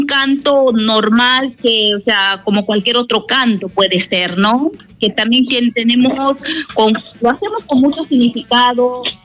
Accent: Awajún area, Peru; Spanish is a second language

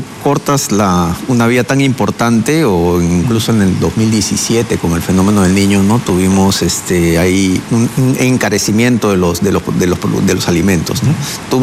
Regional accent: Peru

